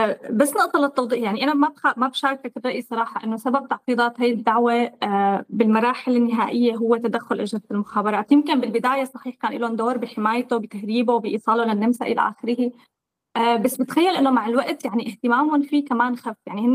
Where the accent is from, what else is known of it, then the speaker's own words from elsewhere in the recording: Syria; نحن عندنا اياها كسوريين وسوريا